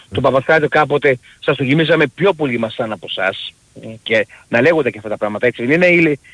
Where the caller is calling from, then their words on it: Nea Erythraia, Attica, Greece; από Ερυθρέα.